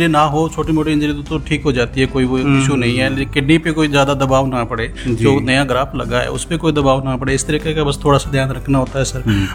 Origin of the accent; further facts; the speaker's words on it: Sri Ganganagar district, Rajasthan, India; और मैं राजस्थान के श्री गंगानगर जिले का निवासी हूँ